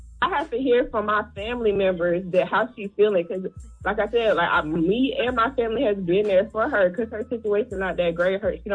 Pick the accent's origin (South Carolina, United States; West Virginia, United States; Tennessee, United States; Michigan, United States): South Carolina, United States; Columbia; I'm from Columbia, South Carolina